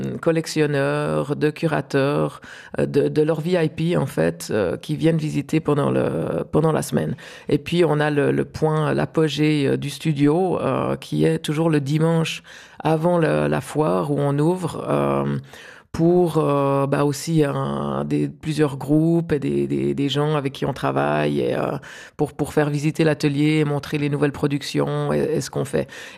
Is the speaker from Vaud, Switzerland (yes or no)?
yes; Grancy, Vaud, Switzerland; moved away; moi, j'ai grandi au pied du Jura, comme vous l'avez mentionné, dans un petit village qui s'appelle Grancy, où à l'époque, il y avait 300 et quelques habitants. Maintenant, il y en a quelques-uns de plus, mais pas énormément.